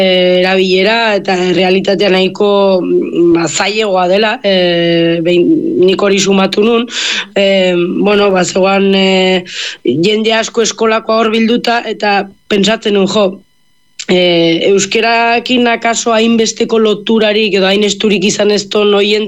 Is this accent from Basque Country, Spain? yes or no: no; Leitza, Navarre, Spain